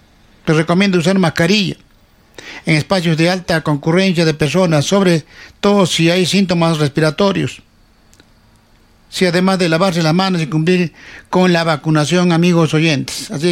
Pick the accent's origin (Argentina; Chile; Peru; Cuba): Peru; Cerro Colorado, Arequipa; born there; now in Sachaca (Congata/Chumayo area), Peru; pues yo también, hijo cerreño, pero que tengo familia, siempre voy a mi distrito, que vuelve a mi tierra donde he nacido, ¿no? Donde me ha parido mi madre. Siempre voy, por más que vive en Congato Chumayo, yo siempre voy a Cerro Colorado.